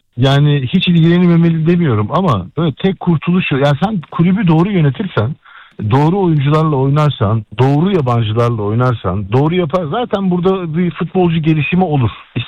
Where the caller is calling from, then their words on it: Istanbul, Turkey; İstanbul'dan arıyorum.